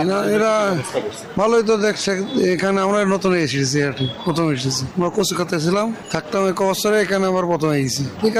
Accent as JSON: {"language": "Bangla", "town": "Gangni", "region": "Khulna Division", "country": "Bangladesh", "tie": "born or raised there", "said": "আমার বাড়ি হলো কাংনি থানা, জেলা মেহেরপুর, কাংনি থেকে এসেছি।"}